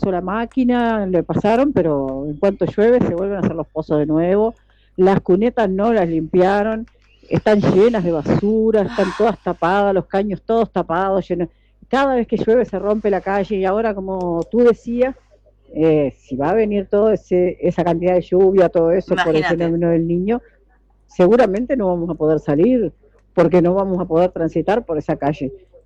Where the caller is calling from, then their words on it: Barros Blancos, Canelones, Uruguay; yo soy de Barros Blanco